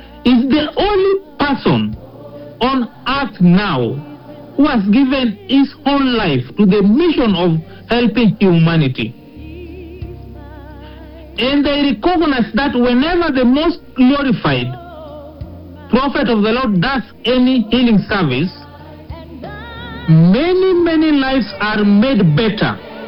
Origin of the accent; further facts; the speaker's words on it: Kenya; who is also a police officer with the DCI in Kenya, I want to repent as a Kenyan